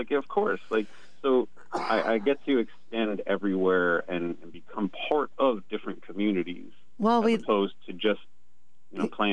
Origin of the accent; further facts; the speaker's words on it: Long Island, New York, United States; moved away as an adult; Originally, I'm from New York, Long Island, and I spent about 23 years there. I moved out to Arizona, and I've been out in Arizona about 23 years